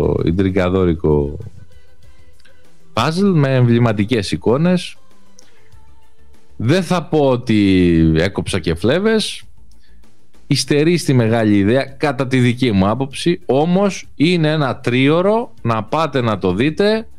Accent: Corfu, Ionian Islands, Greece; ξεχνάνε βέβαια την πατρίδα μου την Κέρκυρα

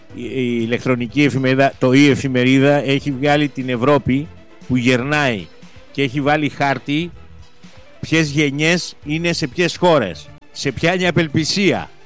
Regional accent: Nafpaktos, Western Greece, Greece; born there; now in Patras, Greece; Καλημέρα στην Αύπακτο, τη γενέτηρά μου, την αρχόντισσα του Κορινθιακού, την πανέμορφη, την Κούκλα.

